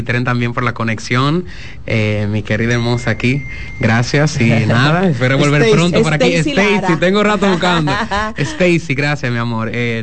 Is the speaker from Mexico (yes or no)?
no; Dominican Republic